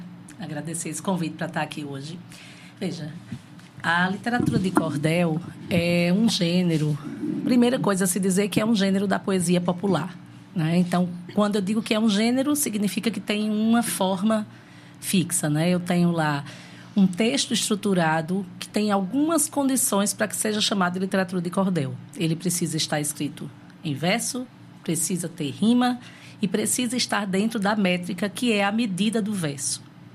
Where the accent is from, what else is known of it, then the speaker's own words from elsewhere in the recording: Campina Grande, Paraíba, Brazil; Eu sou pedagoga, mas eu sou de Campina Grande, na Paraíba, onde a literatura de cordel é ainda muito forte, né?